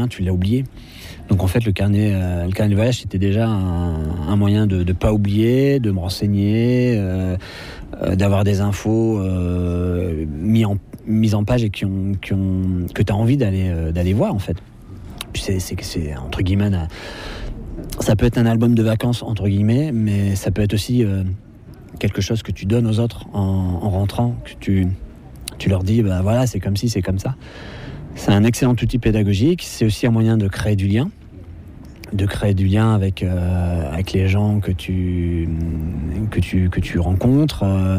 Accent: Hauts-de-France, France; Le fait d'être natif du Nord, d'avoir passé mon enfance dans l'Artois, sur l'ancienne ligne de front de 14-18

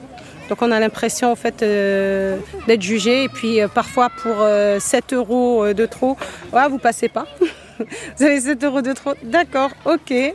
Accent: Carpentras, Provence-Alpes-Côte d'Azur, France; born there; moi je viens de Carpentras.

